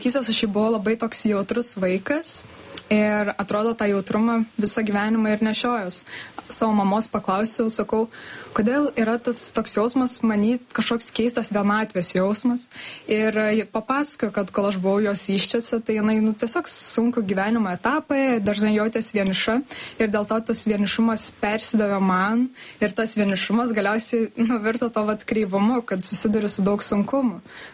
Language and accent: Lithuanian; Kaunas, Kaunas County, Lithuania; Tai aš iš Kauno tiesiog norėjau bė